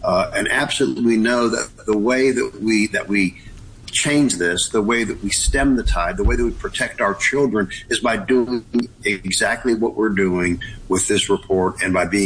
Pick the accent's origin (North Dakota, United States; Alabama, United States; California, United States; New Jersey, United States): Alabama, United States; now in Washington, United States; But my home state is Alabama, and we were one of the first.